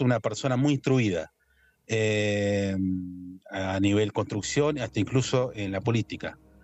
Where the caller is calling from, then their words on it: Buenos Aires, Argentina; De Capital Federal, Belgrano.